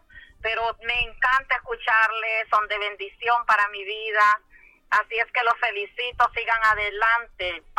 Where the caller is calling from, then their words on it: Tegucigalpa, Francisco Morazán, Honduras; Siempre de aquí de Tegucigalpa